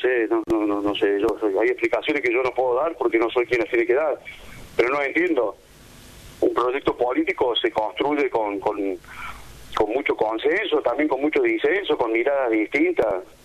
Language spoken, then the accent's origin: Spanish; Argentina; sabiendo cómo somos los argentinos, que pensamos con el bolsillo